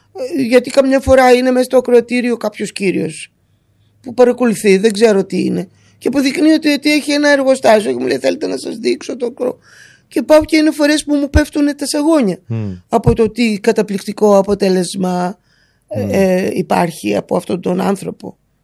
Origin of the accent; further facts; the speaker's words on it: Greece; Είμαστε Έλληνες, έχει σημασία.